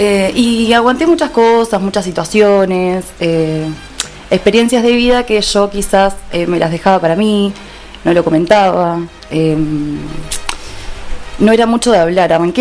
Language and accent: Spanish; Maldonado, Uruguay; Soy Fernandina, acá de Maldonado